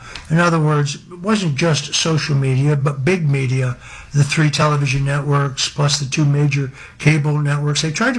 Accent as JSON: {"language": "English", "town": "Norwalk", "region": "Connecticut", "country": "United States", "tie": "born or raised there", "also_born_or_lived": "Lewisboro, New York", "said": "I was born in Norwalk, Connecticut, in Norwalk Hospital, grew up in Connecticut, but by 1964 I was living in Lewisboro, New York, a small town in northern Westchester"}